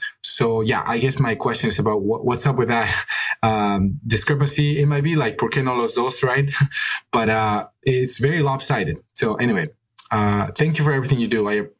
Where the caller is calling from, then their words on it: Ohio, United States; I am from Ohio, and I am an Eastern Catholic from the Malachi Church.